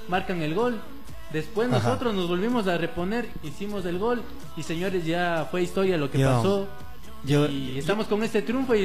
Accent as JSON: {"language": "Spanish", "country": "Ecuador"}